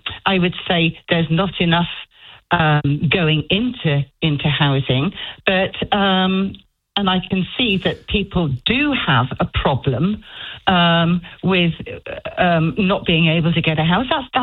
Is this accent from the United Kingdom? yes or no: yes; Scotland, United Kingdom; accent: English; you can hear I've got an English accent. I'm accused of being English all the time. I'm not. I'm Scottish.